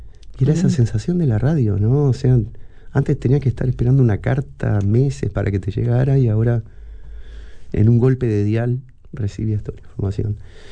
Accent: Paysandú, Uruguay; also born or lived in Mercedes / Fray Bentos; Mi infancia fue en Paysandú.

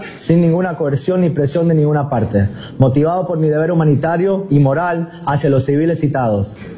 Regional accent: Uruguay; now in United States; soy de Uruguay con residencia americana, tengo 29 años.

